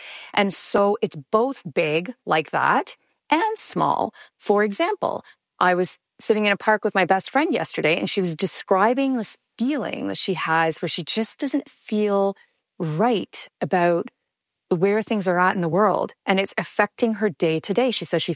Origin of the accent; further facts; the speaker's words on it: Canada; I'm a Canadian